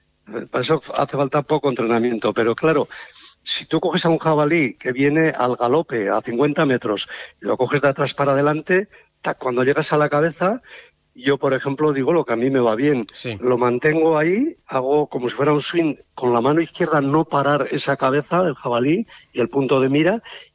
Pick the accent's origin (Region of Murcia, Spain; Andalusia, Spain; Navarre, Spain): Navarre, Spain; Cáseda; born there; Bueno, pues soy de Cáseda, Navarra, y ahí es donde aprendí con mi padre a ir tirando, a ir cazando